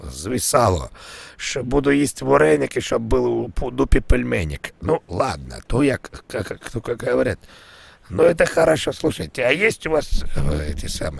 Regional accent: Urals, Russia; Ну как, это я просто приехал из, из Урала. Урал.

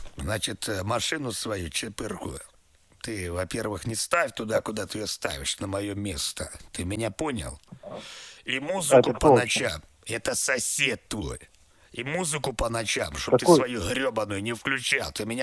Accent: Moscow, Russia; Я москвич коренной, я не замкат, все нормально. Я москвич коренной. Я живу напротив башни Останкино.

